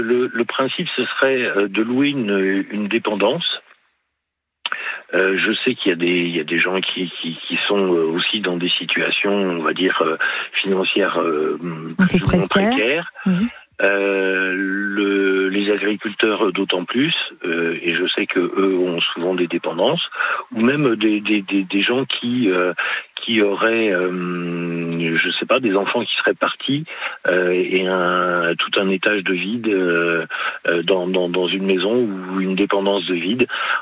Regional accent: Palaiseau, Île-de-France, France; born there; now in Moselle, France; Moi, je suis d'origine en région parisienne.

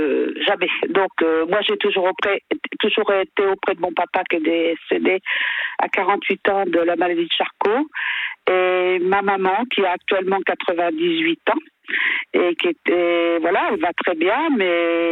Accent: Normandy, France; also born or lived in Île-de-France; Je travaillais en région parisienne et puis j'ai vendu, puis je suis revenue en Normandie puisque je suis normande.

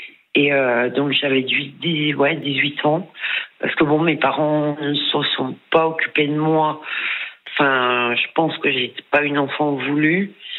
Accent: Bourgogne-Franche-Comté, France; moved away; also born or lived in England; Et je suis partie en Angleterre pour tenter ma chance. Parce que bon, je suis du Jura. Je viens d'un tout petit patelin.

